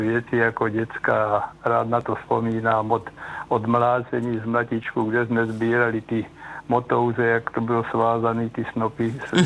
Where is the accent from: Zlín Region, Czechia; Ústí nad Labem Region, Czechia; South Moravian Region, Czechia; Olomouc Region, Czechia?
South Moravian Region, Czechia; Mirotice; born there; Tak já jsem se narodil od Kyjova 7 kilometrů v Mirotici, je tam krásný zámek, pěkný rybník, kde to bývalo v létě obležené aj Kyjoviáka, protože tady neměli koupaliště.